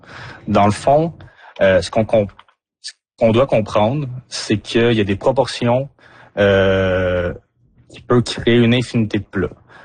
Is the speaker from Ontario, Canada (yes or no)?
no; Mont-Tremblant, Quebec, Canada; moved away as an adult; now in Amos, Canada; Non, moi, je viens de Mont-Tremblant. Je suis arrivé en novembre 2022 à Amos.